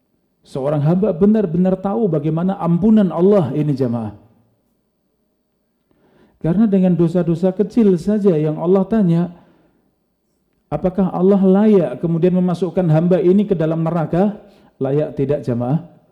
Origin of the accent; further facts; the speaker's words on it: Pleret, Indonesia; moved away as an adult; now in Maba, Indonesia; mulai pindah ke Maba itu 2020, bulan Agustus. Saya pindah ke sini, dari kampung saya Pleret ya.